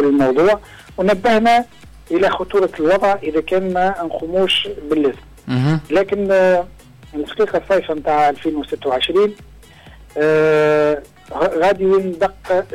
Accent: Tunisia

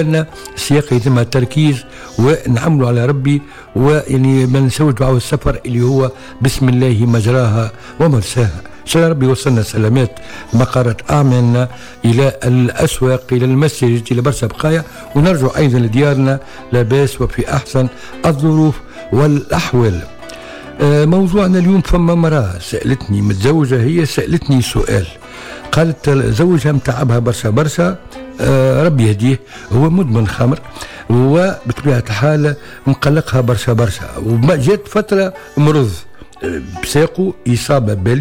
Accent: Tunisia; ونقول ربي يحفظ بلادنا تونس الحبيبة

